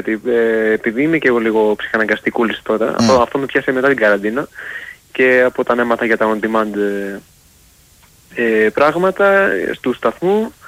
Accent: Chania, Crete, Greece; now in Thessaloniki, Greece; Όχι, κανονικά είμαι από Χανιά. Αυτή τη στιγμή ομιλώ από Χανιά. Τις περισσότερες φορές θα με ακούτε από Θεσσαλονίκη.

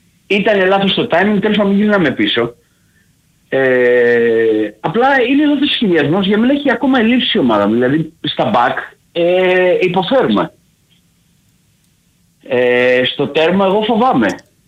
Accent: Athens, Attica, Greece; Εγώ έχω την ατυχία να είμαι Αθηναίος Γκάγκαρος, πάπου προς πάπου.

